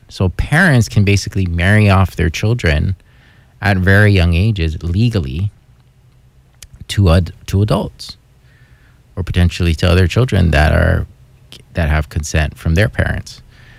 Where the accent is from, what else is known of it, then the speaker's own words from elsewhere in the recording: Hawaii, United States; And as a Hawaiian person, I'm not ashamed of that reality. It's something that my ancestors practiced.